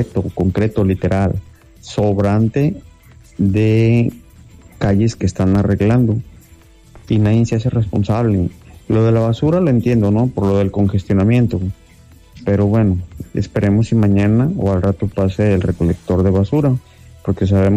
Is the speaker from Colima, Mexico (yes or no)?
yes; Manzanillo, Colima, Mexico; aquí en Manzanillo? Si yo soy nativo de aquí